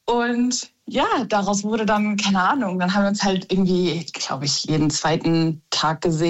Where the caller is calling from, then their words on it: North Rhine-Westphalia, Germany; Also ich komme aus NRW und er aus Rheinland-Pfalz.